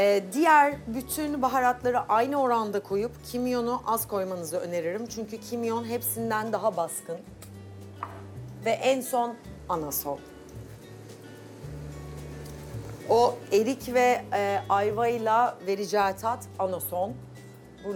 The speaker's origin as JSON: {"language": "Turkish", "region": "Black Sea Region", "country": "Turkey", "said": "Her yöreye göre farklı biliyorsunuz. Ben Karadenizliyim. Dolayısıyla bizde kara lahana yemeği yapılır."}